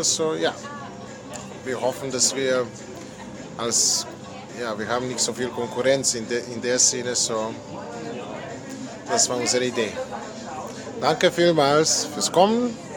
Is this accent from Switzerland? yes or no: no; Belgrade, Serbia; German is a second language; now in Graz, Austria; ich komme aus Belgrad, Belgrad Umgebung. Ich habe hier in Graz Saxophon studiert auf Kunstuniversität.